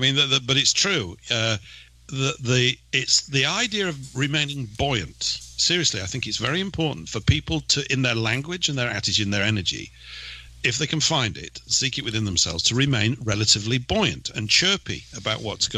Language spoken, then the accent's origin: English; Yorkshire and the Humber, United Kingdom; near there, mate, which is where I'm from, right?